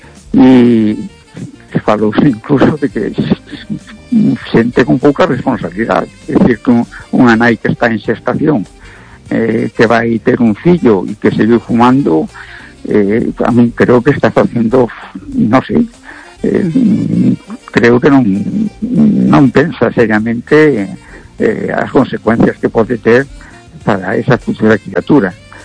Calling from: A Coruña, Galicia, Spain; de Coruña.

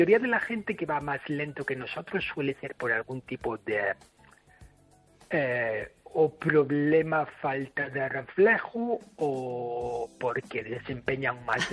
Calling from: Ireland; Spanish is a second language; Yo soy irlandés y te prometo que cuando hablo en inglés hablo bastante más rápido que cuando hablo en español, porque obviamente mi español no es tan fluido como mi inglés.

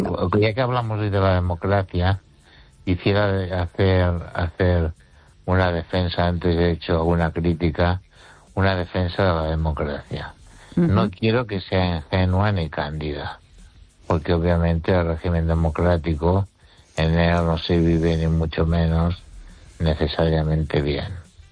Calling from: Ourense, Galicia, Spain; También quiero saludar … de Ourense.

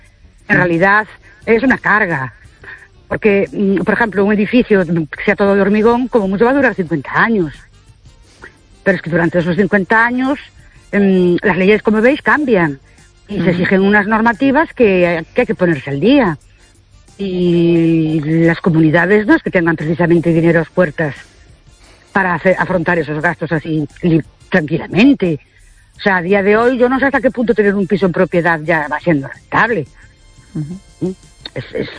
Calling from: Ourense, Galicia, Spain; de Urense otra vez.

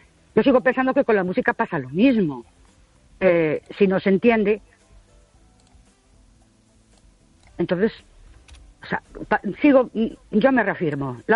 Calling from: Ourense, Galicia, Spain; Buenas noches … de Ourense.

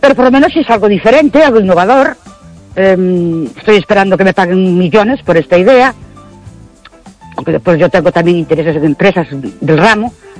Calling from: Ourense, Galicia, Spain; Buenas noches … de Orense.

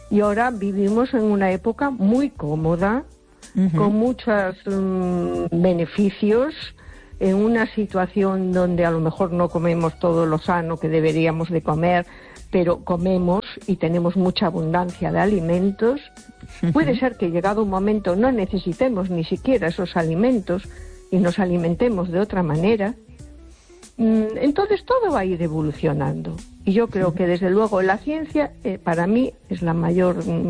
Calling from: A Coruña, Galicia, Spain; de Coruña.

